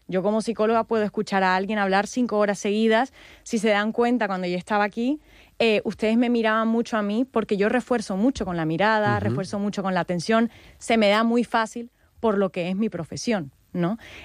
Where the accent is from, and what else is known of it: Caribbean coast, Colombia